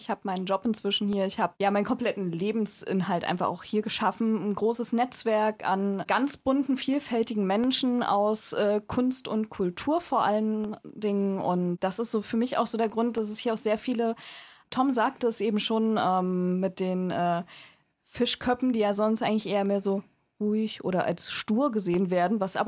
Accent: Mecklenburg-Vorpommern, Germany; now in Greifswald, Germany; Ich komme aus Vorpommern. Ich bin ursprünglich im Bad aufgewachsen, war da sehr lange auch bei der Vorpommerschen Landesbühne Anklam tätig.

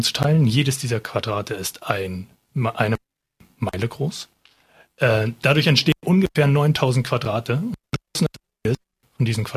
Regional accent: Mecklenburg-Vorpommern, Germany; ich bin sozusagen der mecklenburgische Part dazu

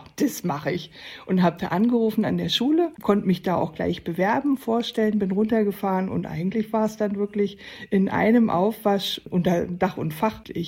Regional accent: Gardelegen, Saxony-Anhalt, Germany; Und ich bin ja aus Gardelegen auch fast nie weggekommen.

